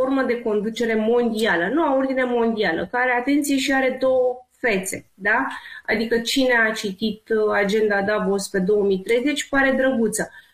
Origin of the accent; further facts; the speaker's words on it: Romania; noi credem, ca și români, că doar în România avem taxe